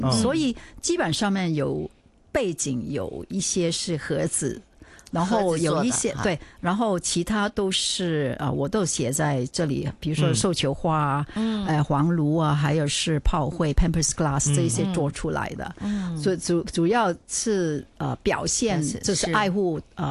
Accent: China; 你可以把他家花，因为我们是中国人嘛，因为我是觉得我学习了这个压花是欧美还有日本的艺术，不过我是觉得我们应该把我们中国的艺术放进去，

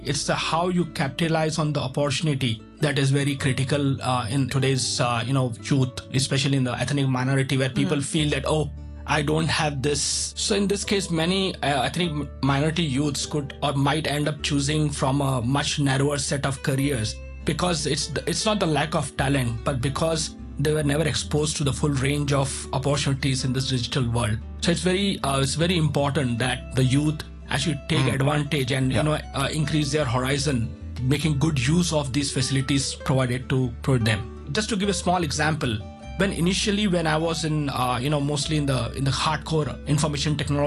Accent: Mumbai, Maharashtra, India; when I was growing up in Mumbai, I had a mentor, and I started understanding more about, okay, what should I do?

